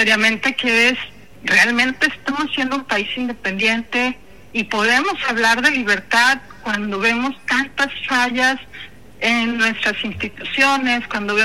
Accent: Mexico; como somos como mexicanos, y eso es algo bueno y a veces algo malo, ¿no?

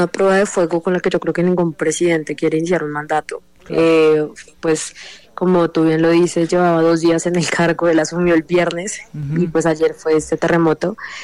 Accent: Colombia

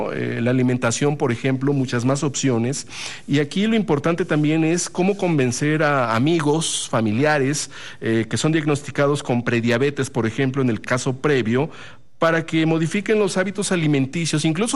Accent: Mexico; los mexicanos, por cuestión genética, somos más propensos a la diabetes, ¿no? Nuestra carga de genética indígena, ¿no? Tal vez española también

